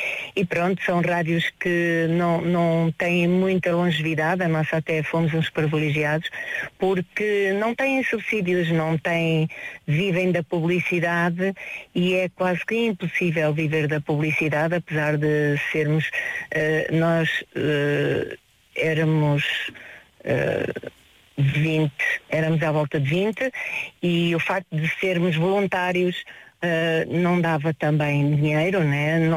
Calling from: Leiria, Centro, Portugal; sou de Leiria

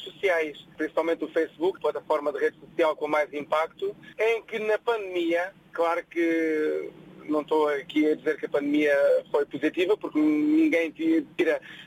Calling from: Santiago do Cacém, Alentejo, Portugal; Sou de Santiago do Cacém.

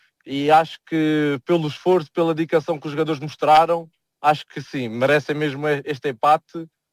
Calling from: Portugal; sou português

